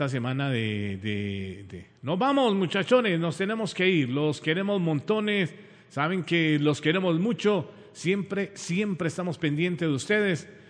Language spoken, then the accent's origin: Spanish; Pereira, Risaralda, Colombia; born there; Nací en una ciudad maravillosa, en el centro del país, en el eje cafetero. Por una bendición de Dios y de mi madre, nací en la querendona, trasnochadora y morena Pereira, y amañadora Pereira.